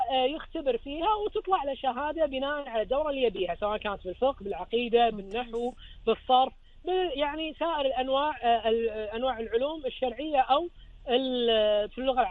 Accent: Kuwait; احنا عندنا بالكويت

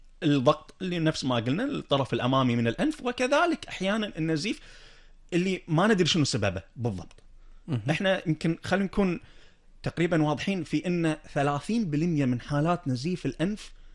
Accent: Kuwait; خصوصا عندنا بالكويت،

